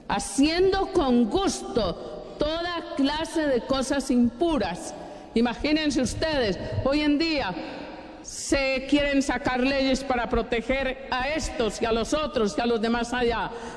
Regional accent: Antioquia, Colombia; Somos todos antioqueños en la mayoría

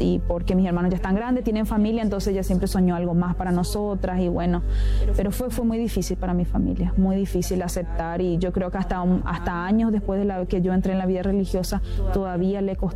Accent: Argentina; also born or lived in Asunción, Paraguay; Yo soy natural de Argentina, pero en ese tiempo yo vivía con mi mamá en Paraguay, en Asunción.

